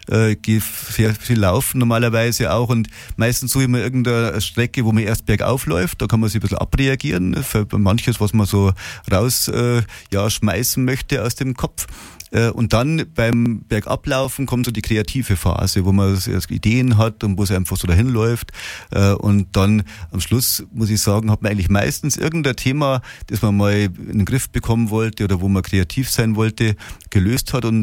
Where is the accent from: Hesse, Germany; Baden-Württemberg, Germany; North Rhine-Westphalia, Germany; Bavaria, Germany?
Bavaria, Germany; Traunstein; also born or lived in Tegernsee / Holzkirchen; Richtig, genau, in Tegernsee geboren, 1972 und dann ja aufgewachsen in Traunstein bis zur 8. Klasse, also bis ins 14. Lebensjahr. Und dann sind wir nach Holzkirchen gezogen